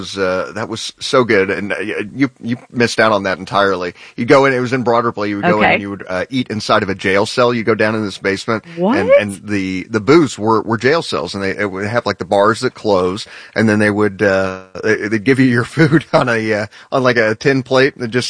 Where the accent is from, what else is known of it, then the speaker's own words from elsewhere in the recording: Indiana, United States; also born or lived in California; But growing up in Indiana